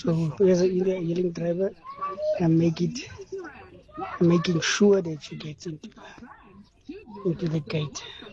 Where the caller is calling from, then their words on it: Kimberley, Northern Cape, South Africa; I'm from Kimberley. I'm an e-hailing driver.